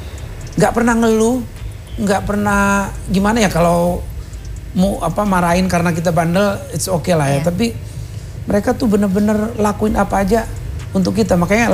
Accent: Sumatra, Indonesia; karena aku memang gede di Sumatera itu, memang rohnya, roh Bataknya kuat banget.

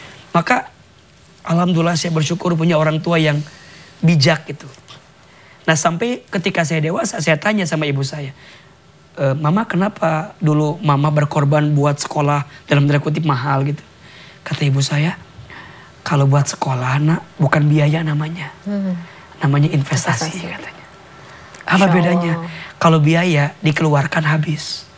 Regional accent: Garut, West Java, Indonesia; Ah saya bilang gak mungkin mah kita orang kampung, orang desa. Kan saya dari Garut ya. Dari Garut ke Jakarta kan jauh waktu itu.

